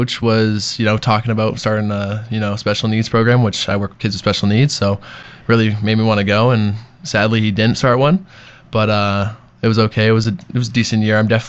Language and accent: English; Toronto, Ontario, Canada; I'm from Scarborough, Ontario. That's in Toronto. So I'm also Canadian.